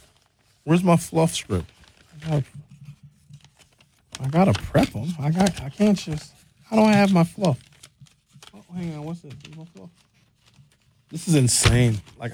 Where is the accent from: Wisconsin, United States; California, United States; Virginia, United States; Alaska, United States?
Wisconsin, United States; Brown Deer; I grew up in Brown Deer in the 1980s, where there's not a lot of black people, a lot of white folks, but a variety of white people.